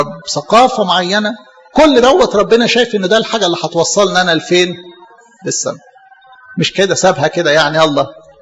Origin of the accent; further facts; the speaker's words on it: Egypt; born there; انا اتولد مصري